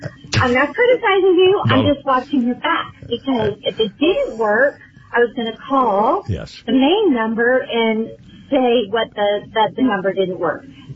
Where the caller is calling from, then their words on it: Acworth, Georgia, United States; I'm calling from Ackworth